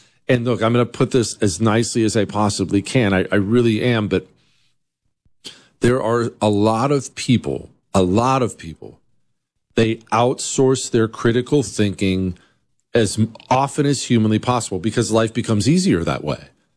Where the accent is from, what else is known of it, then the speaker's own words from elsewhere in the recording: United States; as an American citizen